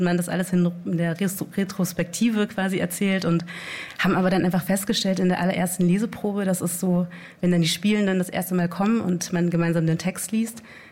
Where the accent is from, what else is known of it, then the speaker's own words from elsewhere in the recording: Southern Germany, Germany; Nee, ich komme aus Süddeutschland.